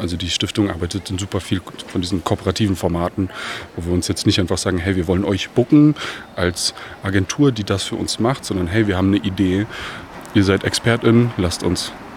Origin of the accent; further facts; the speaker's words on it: Germany; Also ich komme aus Bosnien, in Bornheim, im Balkan. In Bornheim, super große Community aus dem Balkan. Bin hier so einfach ganz normal groß geworden.